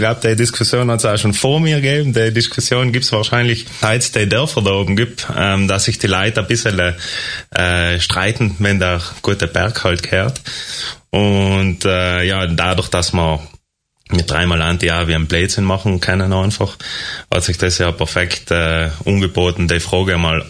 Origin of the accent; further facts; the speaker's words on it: Trentino-Alto Adige, Italy; accent: South Tyrolean; first language South Tyrolean German; mit meiner Muttersprache Musik machen zu können und halt vor allem mein Dialekt, und das ist noch auch, dadurch wird es noch auch schon lustig, kommt mir vor, weil kaum, dass wir auf Südtirolerisch texten